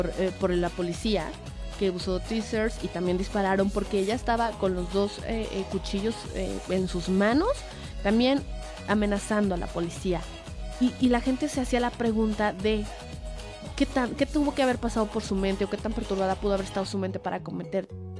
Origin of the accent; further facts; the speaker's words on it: Mexico; Es un mes donde ya todos nos pusimos mexas, donde todos somos más mexicanos, somos muy patrióticos por la independencia de México este próximo 16 de septiembre.